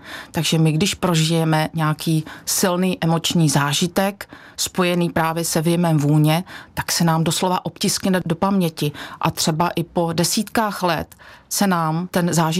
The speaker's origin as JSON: {"language": "Czech", "town": "Strání", "region": "Zlín Region", "country": "Czechia", "tie": "born or raised there", "moved": "yes", "lives_now": "Beroun District, Czech Republic", "said": "pocházím z Moravského Slovácka, z vesničky Strání, která leží v Bílých Karpatech."}